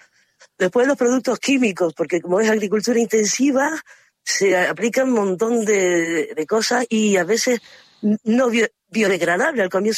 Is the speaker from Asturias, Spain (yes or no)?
no; Ingenio, Canary Islands, Spain; yo soy de Ingenio, me crié en el sureste de Gran Canaria. Eso está lleno de cultivos de tomateros, me crié así.